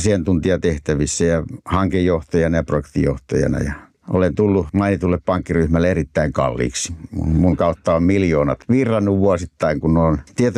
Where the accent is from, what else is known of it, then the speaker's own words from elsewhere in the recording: Laukaa, Central Finland, Finland; moved away as an adult; also born or lived in Helsinki; now in Vantaa, Finland; mä oon syntynyt Laukaassa ja sitten sieltä vanhempien mukana kierros Helsingin kautta takaisin Laukaaseen ja siellä vietin lapsuuteni ja 64 vuonna muutettiin sinne ja sitten 78 sitten armeijan jälkeen läksin maailmalle ja sillä tiellä ollaan. Nyt ollaan Vantaalla Annikin kanssa